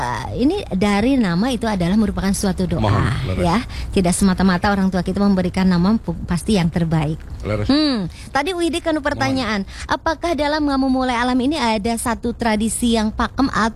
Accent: West Java, Indonesia; yang kita tahu mungkin ya bahwa kita sebagai orang Sunda

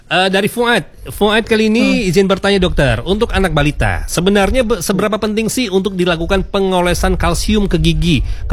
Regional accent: Palembang, South Sumatra, Indonesia; saya orang Palembang

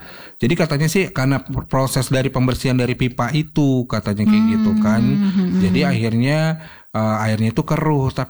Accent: Medan, North Sumatra, Indonesia; saya juga warga Medan Sunggal juga

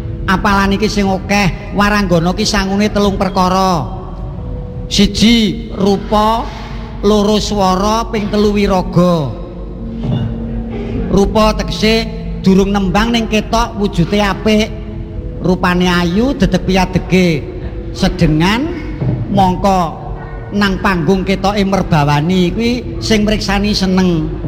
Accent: Purworejo, Central Java, Indonesia; Nah, aku bunga rasaku nok adoh. Aku saka Kabupaten Purworejo.

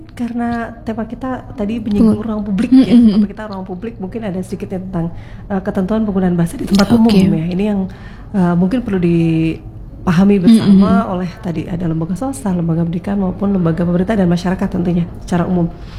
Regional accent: Indonesia; kita tumbuh, kita lahir ya di negara Indonesia

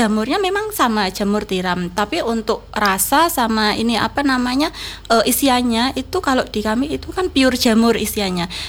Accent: Kudus, Central Java, Indonesia; saya asli Kudus ya, asli Kudus itu.

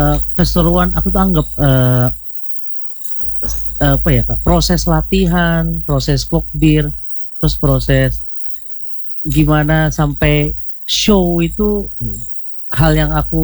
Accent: East Java, Indonesia; Iya sih benar aku dari Jawa Timur.

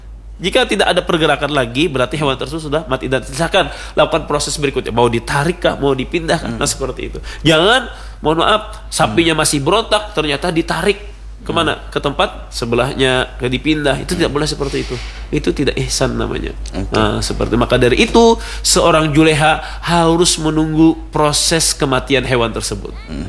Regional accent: South Kalimantan, Indonesia; karena kita orang Banjar ini banyak memakai ilmu tapaul ya

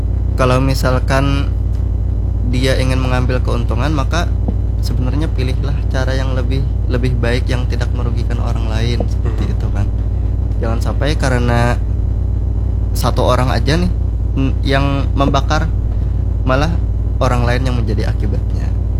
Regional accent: Banjar, South Kalimantan, Indonesia; kita sebagai orang Banjar, sebagai orang Kalimantan

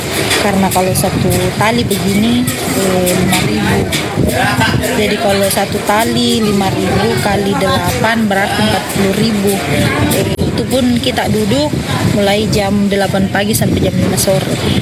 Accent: Bulukumba, South Sulawesi, Indonesia; now in Mamuju, Indonesia; Kan saya memang orang Bulukumba, cuman mamaku menikah lagi toh, jadi ikut sama suaminya ke Mamuju. Kalau bapakku ada di Bulukumba sama adikku.

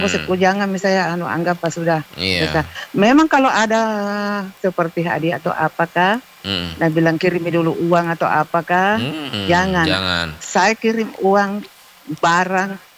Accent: South Sulawesi, Indonesia; Kita ini Bugis Makassar memang harus lebih dalam itu ilmu sirit napace

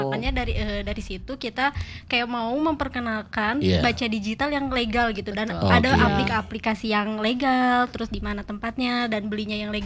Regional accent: Bandung, West Java, Indonesia; Aku dari Riung Bandung.

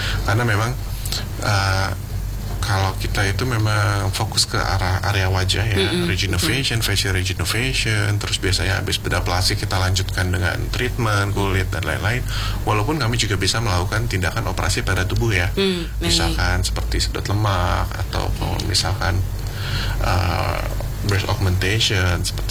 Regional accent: Java, Indonesia; Sementara saya orang Jawa gitu kan

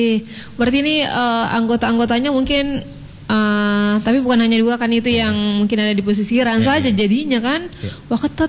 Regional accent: Mamuju, West Sulawesi, Indonesia; kita sebagai warga Mamuju.

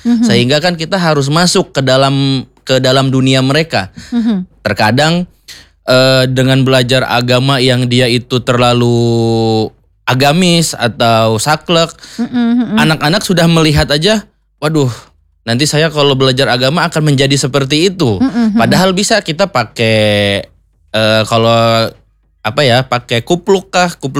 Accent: Sundanese lands, Indonesia; accent: Sundanese; now in Banyumas, Indonesia; Saya aslinya sih sebenarnya bukan dari Banyumas. Okay. Jadi kalau misalkan ada lebih ke Sunda-Sunda gitu, memang okay, saya aslinya dari Sunda.

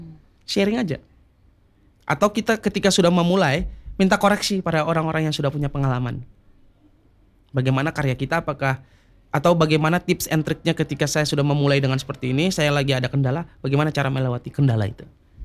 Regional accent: Maluku, Indonesia

